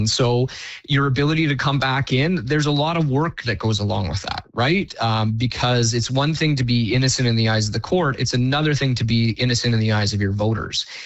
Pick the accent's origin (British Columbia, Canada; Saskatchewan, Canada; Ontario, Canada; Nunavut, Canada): Ontario, Canada; Innisfil; I grew up in Innisfil, which is a, you know, pretty small town. It was even smaller when I was growing up there.